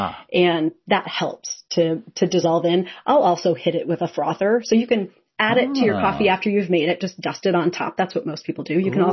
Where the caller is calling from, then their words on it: Washington, United States; I'm calling in from Washington State